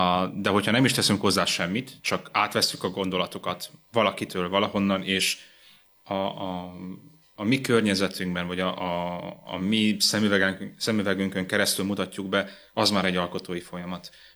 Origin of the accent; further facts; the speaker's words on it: Galambod, Mureș County, Romania; also born or lived in Cluj-Napoca; de Marosvásárhely mellett a Galambodon, megemlítem Galambodot, mert nagyon kevesen élnek a faluban, úgyhogy halljanak így többen is Galambodról, nagyon szép kis falu. Ott nőttem fel